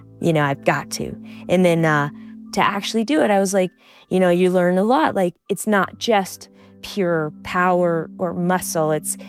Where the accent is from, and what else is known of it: Alaska, United States